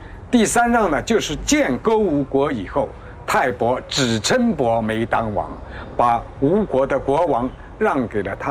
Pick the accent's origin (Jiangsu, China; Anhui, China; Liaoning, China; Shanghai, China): Jiangsu, China; Wuxi; 由于我们无锡人百博同音